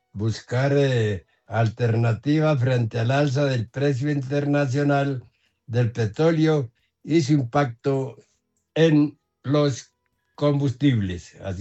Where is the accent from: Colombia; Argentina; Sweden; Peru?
Colombia; Casanare; Casanare, mi tierra